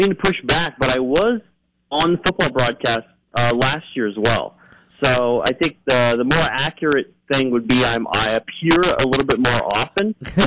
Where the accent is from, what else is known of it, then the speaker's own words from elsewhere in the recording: Rogue River, Oregon, United States; I am from Southern Oregon. I am an Oregonian, so I had. I'm actually from Medford, the Medford area. First, any Southern Oregon listeners or anybody that's familiar with Southern Oregon, I'm actually from Rouche